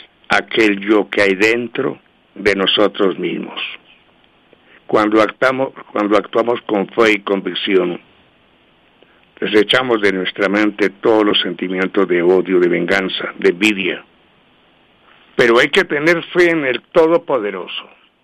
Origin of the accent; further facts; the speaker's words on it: Colombia; como buen colombiano, dar mi voto